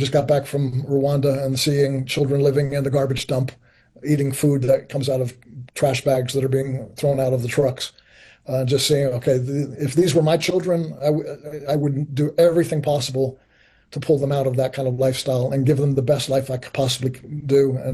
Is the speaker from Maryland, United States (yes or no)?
no; New York City, New York, United States; And then his son, Tim, and I grew up together in New York City.